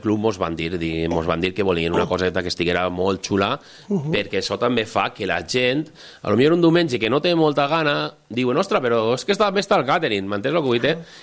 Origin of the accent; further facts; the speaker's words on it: Cocentaina, Valencian Community, Spain; nosaltres, independentment de que som de Cocentaina, així en Alcoy és una barbaritat.